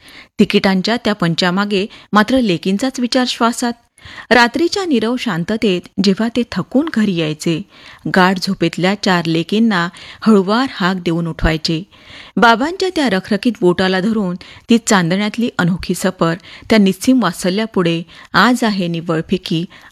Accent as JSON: {"language": "Marathi", "town": "Mozari", "region": "Maharashtra", "country": "India", "tie": "born or raised there", "moved": "yes", "said": "ती भूमी म्हणजे विदर्भाच्या कुशीत अमरावती जिल्ह्यात वसलेलं आमचं मोझरी गाव."}